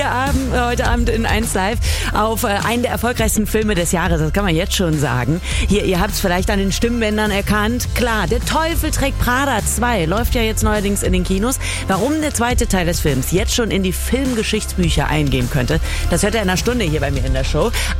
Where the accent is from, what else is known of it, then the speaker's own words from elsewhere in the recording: Lippe, North Rhine-Westphalia, Germany; Ich bin gleich mit einem Bayern-Fan-Club aus meiner Heimat, aus Lippe, verabredet.